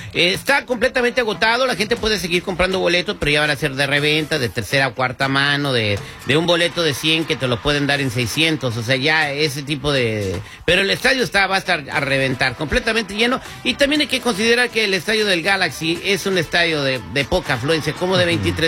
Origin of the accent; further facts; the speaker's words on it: Morelia, Michoacán, Mexico; moved away; esto pasó en mi tierra, Morelia, Michoacán.